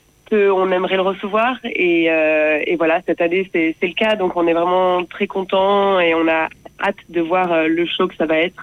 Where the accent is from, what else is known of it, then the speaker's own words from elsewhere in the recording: Occitanie, France; Nous on est du Gard.